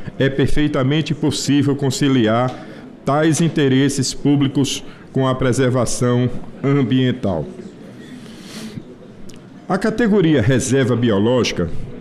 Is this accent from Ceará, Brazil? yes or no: no; Sergipe, Brazil; Eu inicio meu relatório parabenizando o senador Alessandro Vieira, lá do meu estado de Sergipe, autor do projeto.